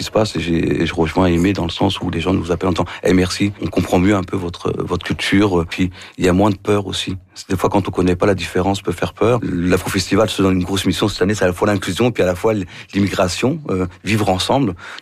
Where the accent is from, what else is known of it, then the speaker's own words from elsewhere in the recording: France; moved away; Moi, ça fait 26 ans que j'ai immigré, j'arrive de la France. La région nous a bien accueillis